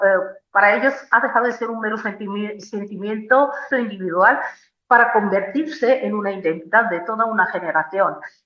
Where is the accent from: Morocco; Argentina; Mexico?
Morocco; Spanish is a second language; O sea, nosotros como pueblo marroquí no sabemos nada